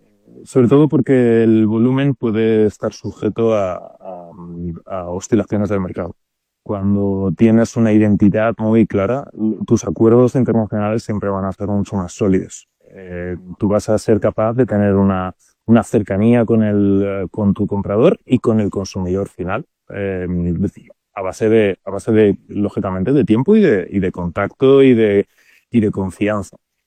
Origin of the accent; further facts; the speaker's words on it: Madrid, Community of Madrid, Spain; Yo soy de Madrid, la Sierra de Gredos está muy cerquita